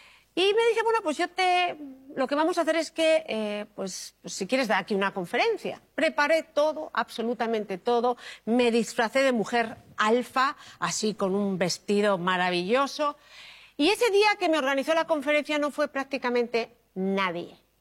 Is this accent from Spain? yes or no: yes; Madrid, Community of Madrid, Spain; born there; moved away; Pero soy de aquí, nací en Madrid.